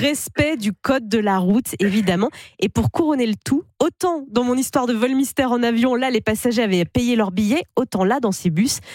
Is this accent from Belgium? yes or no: no; France; même chez nous, en France